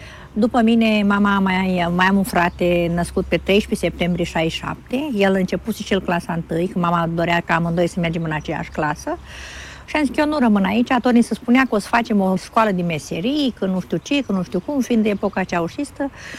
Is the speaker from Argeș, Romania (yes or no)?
no; Suceava, Suceava County, Romania; m-am născut în 66, venit într-un universul ăsta, într-un zi sfânt în noaptea de înviere. Sunt din Suceava, sunt mamă și bunică.